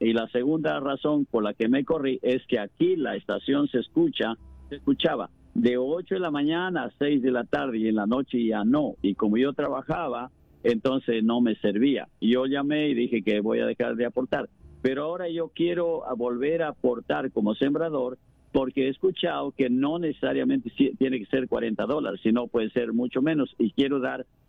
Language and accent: Spanish; Peru; porque yo soy peruano